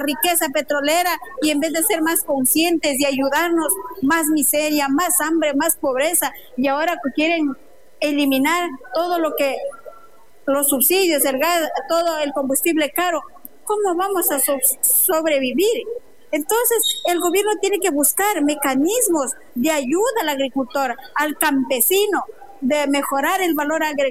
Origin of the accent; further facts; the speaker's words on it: Ecuador; Realmente les digo que es triste, indignante que a nosotros como ecuatorianos nos quieran engañar